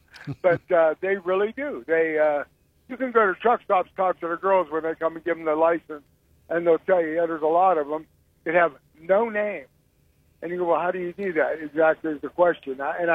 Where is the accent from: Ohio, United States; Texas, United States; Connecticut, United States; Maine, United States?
Ohio, United States; Youngstown; I'm from Youngstown originally.